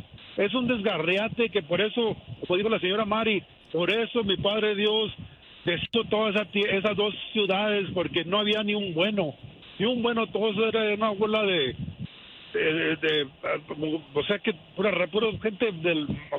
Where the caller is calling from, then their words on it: Greeley, Colorado, United States; De aquí de Greeley, Colorado